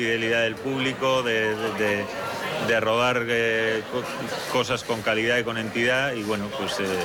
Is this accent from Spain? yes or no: yes; Bilbao, Basque Country, Spain; Yo soy de Bilbao